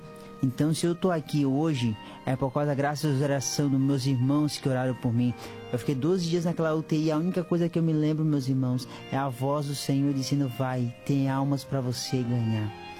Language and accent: Portuguese; Florianópolis, Santa Catarina, Brazil; eu sou da cidade de Florianópolis, Santa Catarina.